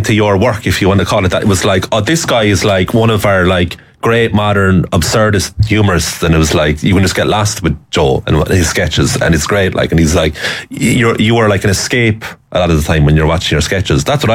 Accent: Cork, Munster, Ireland; I'm Cork.

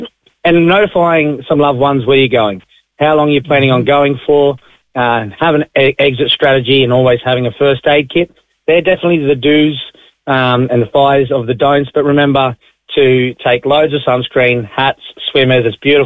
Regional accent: Australia; born or raised there; now in Ireland

